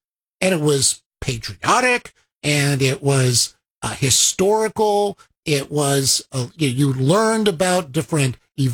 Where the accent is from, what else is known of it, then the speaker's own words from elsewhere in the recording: California, United States; And of course, growing up in California, and I've been able to visit Disneyland over the last few decades